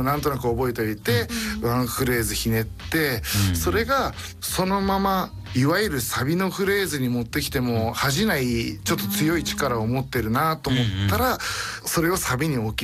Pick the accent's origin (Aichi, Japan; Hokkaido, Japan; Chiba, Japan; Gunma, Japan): Chiba, Japan; 私自身は千葉県千葉市出身なんですけど、